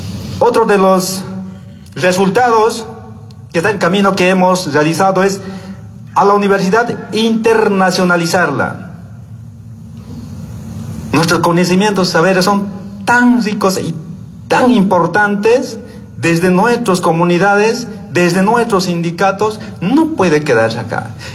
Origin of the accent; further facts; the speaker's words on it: Tinguipaya, Potosí, Bolivia; yo vengo de Potosí, tantos años también en parte de gestión, la dirigencia con mis comunidades, vengo del municipio de Tinguipaya